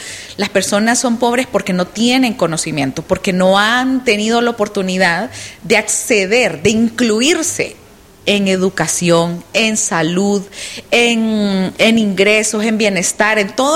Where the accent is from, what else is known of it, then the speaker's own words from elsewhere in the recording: Honduras; los hondureños y las hondureñas somos inteligentes